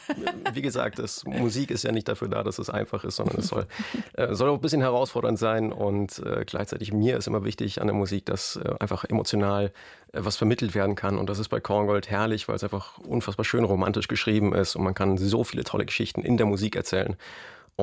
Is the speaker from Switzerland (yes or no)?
no; Bavaria, Germany; Als Bayer ist man dann natürlich ein bisschen automatisch schon naturgebunden mit den Alpen vor der Haustür.